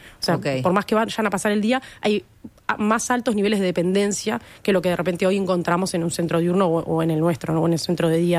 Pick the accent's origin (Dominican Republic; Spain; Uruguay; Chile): Uruguay; Porque no somos los uruguayos.